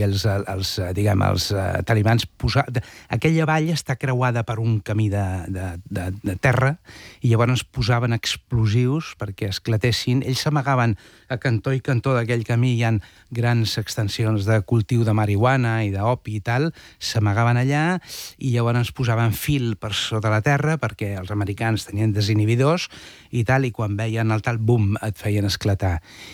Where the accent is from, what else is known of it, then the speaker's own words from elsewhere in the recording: Sabadell, Catalonia, Spain; som de Sabadell